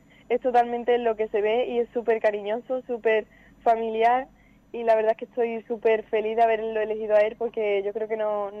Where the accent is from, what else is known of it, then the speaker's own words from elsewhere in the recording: Écija, Andalusia, Spain; estoy súper orgullosa de ser de aquí, de mi pueblo.